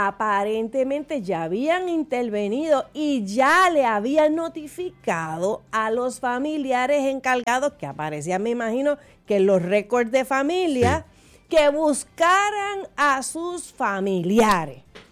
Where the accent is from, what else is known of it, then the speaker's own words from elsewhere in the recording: Puerto Rico; Puerto Rico es un país con una mentalidad paternalista.